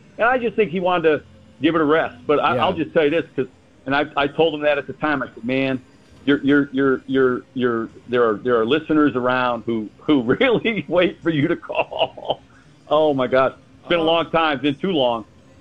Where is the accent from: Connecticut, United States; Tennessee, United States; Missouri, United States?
Connecticut, United States; moved away; I'm from Connecticut. I'm from the northwestern part of Connecticut. It's a blue-collar, former factory town. That has heavy Italian, German, you know, various ethnic background.